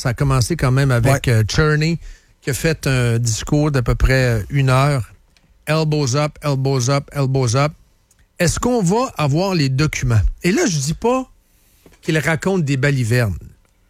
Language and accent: French; Canada; Ah, moi, je vais au Tim. Je suis canadien.